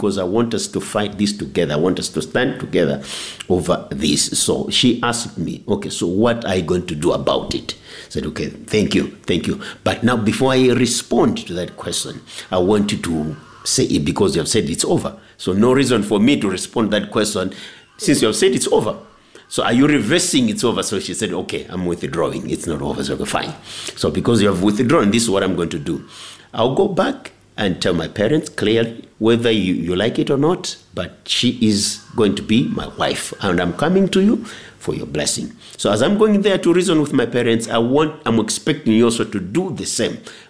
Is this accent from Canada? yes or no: no; Ngoni, Malawi; I come from Ngon culture where we pay dowry